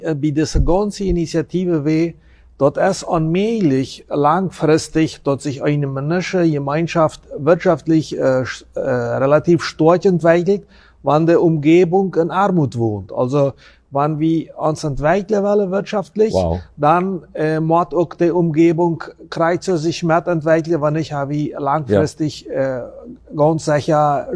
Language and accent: German; Friesland, San Pedro, Paraguay; also born or lived in Chaco; Also, ich komme ursprünglich aus Friesland.